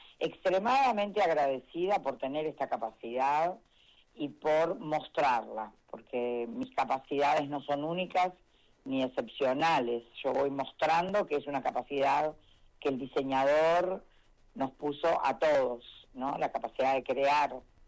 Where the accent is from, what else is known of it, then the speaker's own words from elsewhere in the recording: Argentina; Somos Argentina con Maradona, con Messi.